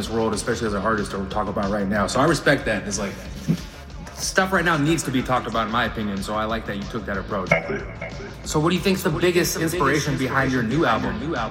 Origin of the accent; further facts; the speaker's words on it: Seattle, Washington, United States; And growing up in Seattle, for me, being a grunge kid, like growing up in the grunge era, but living in the hood